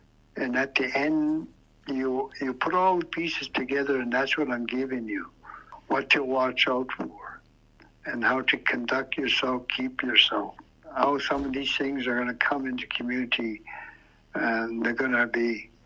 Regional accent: Tulita, Northwest Territories, Canada; from my early years of growing up in Fort Norman, now as Toledo

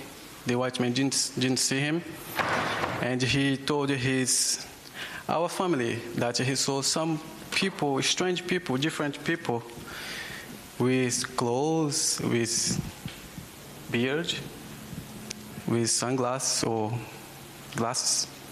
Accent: Acre, Brazil; English is a second language; people think that I come from Peru, Bolivia, Mexico. But yes, I come from the Yawanawa tribe in the Amazon rainforest. I would like to say just some few words in my language

